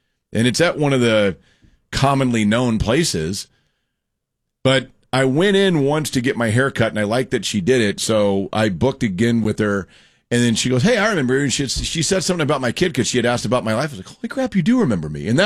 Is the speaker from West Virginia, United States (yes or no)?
no; Rockwall, Texas, United States; When I was growing up in Rockwall, we had, it was called Rockwall Barbershop